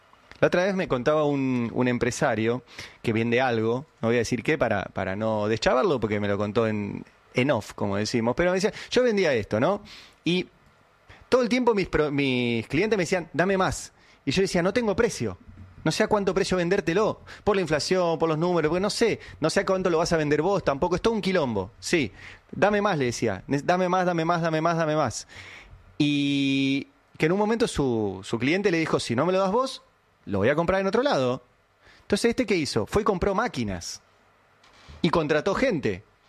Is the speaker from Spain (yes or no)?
yes; Catalonia, Spain; para mí, ya que soy catalán y consultor político